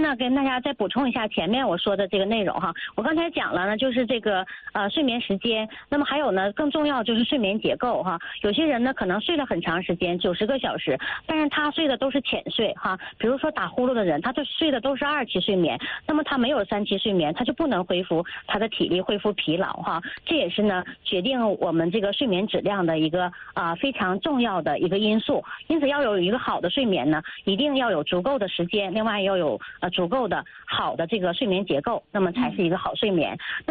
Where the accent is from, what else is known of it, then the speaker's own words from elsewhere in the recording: China; 我们中国人可能有好多的习惯啊